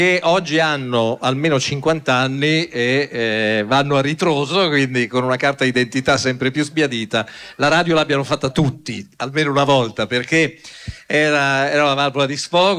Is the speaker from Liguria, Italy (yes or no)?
yes; Genoa, Liguria, Italy; moved away; Io sono ligure e stavo a Genova, ci sono stato fino al 1980, e ho cominciato lì a fare la radio